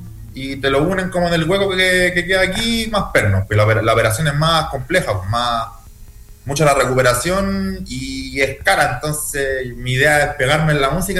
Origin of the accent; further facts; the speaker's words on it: San Fernando, O'Higgins, Chile; now in Santiago, Chile; Yo me crié en San Fernando, que es como un poquito más al sur de Santiago.